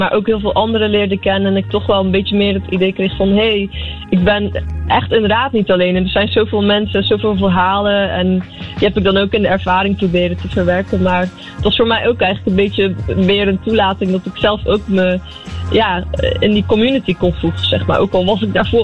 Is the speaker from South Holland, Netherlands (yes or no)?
no; Zeeland, Netherlands; also born or lived in Breda